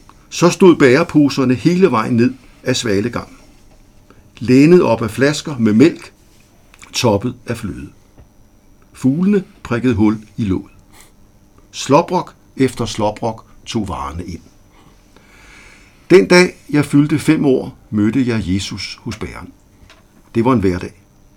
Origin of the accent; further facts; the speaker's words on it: Rødovre, Capital Region of Denmark, Denmark; Så min barndom har været i Rødovre.